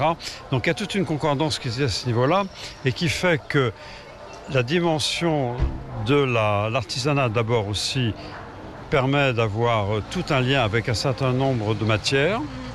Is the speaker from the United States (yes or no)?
no; France; Je suis français d'origine, donc en plus, pour moi, évidemment, je suis fasciné par tout le monde traditionnel.